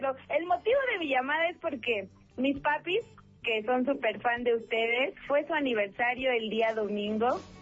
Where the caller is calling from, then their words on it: Cuautitlán Izcalli, State of Mexico, Mexico; Desde Cuautitlán Izcalli.